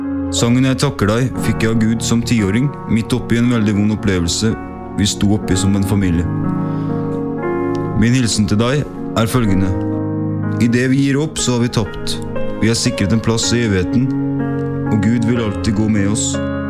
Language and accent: Norwegian; Sarpsborg, Østfold, Norway; born there; Min historie begynner i 1985, da jeg ble født på Sarpsborg sykehus.